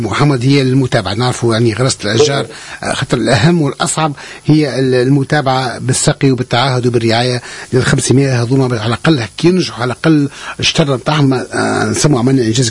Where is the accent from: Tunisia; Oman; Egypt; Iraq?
Tunisia; بلادنا تونس الجميلة